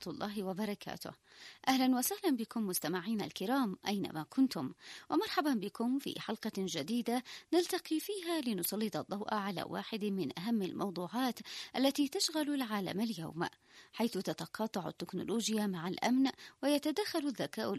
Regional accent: Yemen; ومع توسع استخدام الإنترنت والخدمات الرقمية في بلادنا اليمن

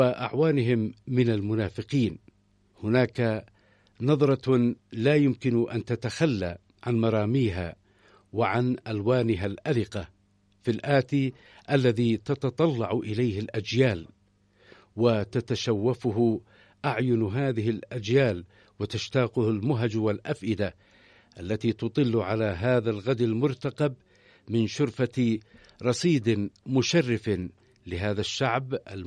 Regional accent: Yemen; ونحن كشعب يمني مسلم عشنا وما زلنا في معرض هذا الحقد العدواني،

